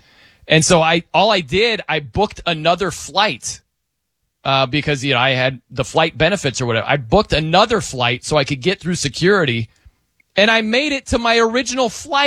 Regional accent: Indiana, United States; I'm from Indiana and I was working in New York at the time.

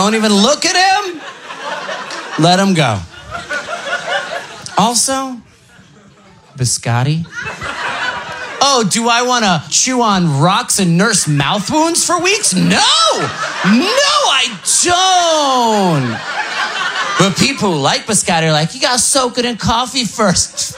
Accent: New Jersey, United States; I'm from New Jersey. So there is New Jersey.

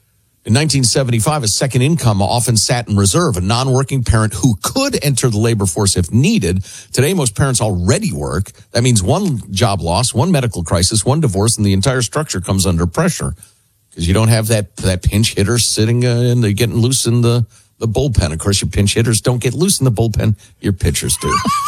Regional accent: Chicago, Illinois, United States; I grew up in Chicagoland where the summers were absolutely sweltering.

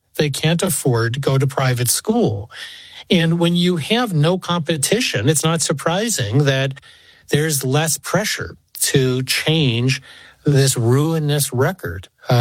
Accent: Chicago, Illinois, United States; now in Northern Virginia, United States; I grew up in Chicago.

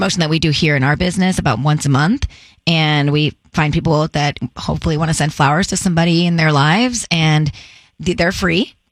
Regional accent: California, United States; Close. Orange County.

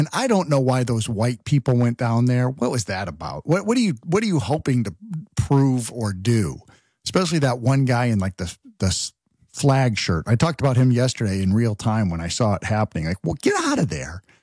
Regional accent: East Hartford, Connecticut, United States; I grew up in Connecticut and we had, I grew up in a, not a little town, but a suburb of Hartford called East Hartford, ironically. And it's a, you know, lower middle class type of hardworking blue collar town

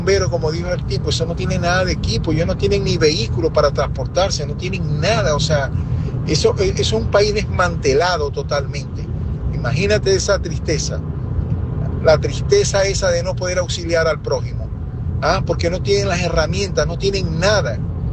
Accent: Venezuela; Soy venezolano y lo más triste es que este gobierno acabó con todo.

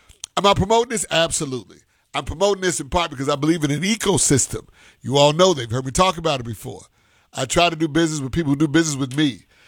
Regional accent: Chicago, Illinois, United States; People ask me, what you mean by you from Chicago?

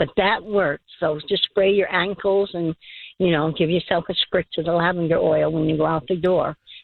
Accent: New York, United States; moved away; I was born in New York

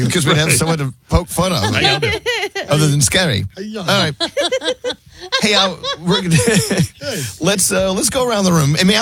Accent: New Jersey, United States; Well, no, we're not. I'm a New Yorker. I'm a New Jersey guy. But we work here, so we need to be here.

